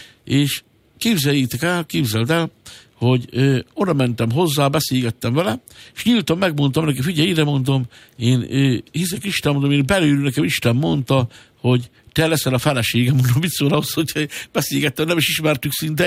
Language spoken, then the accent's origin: Hungarian; Tiszapüspöki, Jász-Nagykun-Szolnok, Hungary; moved away; also born or lived in Budapest; elköltözök Budapestről, tehát én nem fogok Budapestre lakni, visszamegyek a szülőfalumba, Tiszapüspökibe, és ott újra kezdem az életemet.